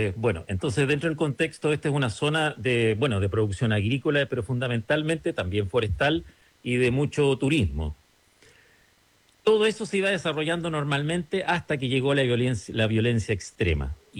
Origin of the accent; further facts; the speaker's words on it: Chile; si somos todos chilenos